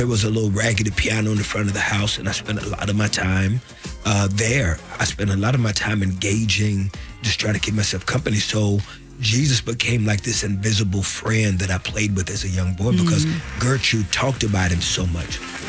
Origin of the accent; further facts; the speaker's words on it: Texas, United States; accent: country; moved away; Yeah, I'm just loud and country because I'm from Texas.